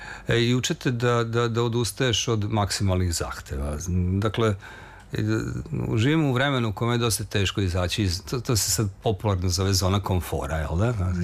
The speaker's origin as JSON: {"language": "Serbian", "town": "Novi Sad", "region": "Vojvodina", "country": "Serbia", "said": "Za mene je važna Fruška Gora, evo, ja sam iz Novog Sada"}